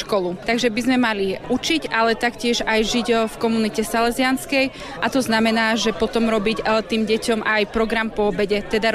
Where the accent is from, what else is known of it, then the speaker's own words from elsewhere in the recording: Námestovo, Žilina Region, Slovakia; z Námestova.